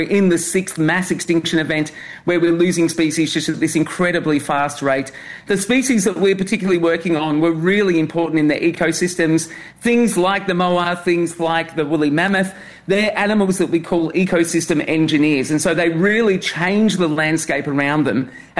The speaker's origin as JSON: {"language": "English", "country": "Australia", "said": "my home country of Australia"}